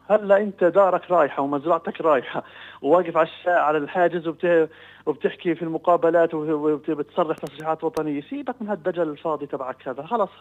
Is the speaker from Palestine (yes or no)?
yes; Palestine